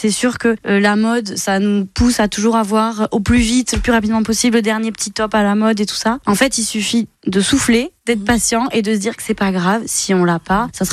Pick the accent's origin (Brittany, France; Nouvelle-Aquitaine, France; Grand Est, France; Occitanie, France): Nouvelle-Aquitaine, France; Bayonne; j'ai 30 ans et je suis de Bayonne.